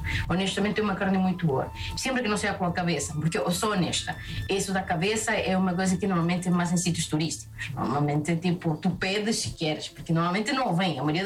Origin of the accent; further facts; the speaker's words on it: Amazon area, Peru; Portuguese is a second language; Mas sim, e por acaso, de onde eu sou, que é o rio Ucayali.